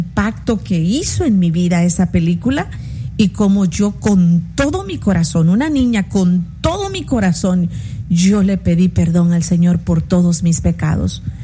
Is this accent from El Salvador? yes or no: yes; El Salvador; Y yo recuerdo en una de esas festividades al aire libre en mi país, El Salvador, me acuerdo que estábamos debajo de muchos árboles de mangos.